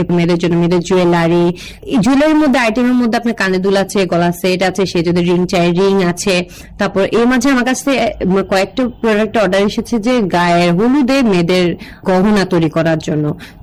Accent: Feni, Chittagong Division, Bangladesh; আমার বাড়ি যেহেতু ফেনীতে

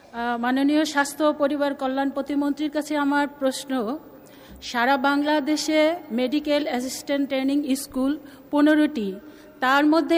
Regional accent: Dhaka Division, Bangladesh; আমার নিজের জেলা রাজৈর উপজেলার একটি ইউনিয়নে, কবিরাজপুর ইউনিয়নে।

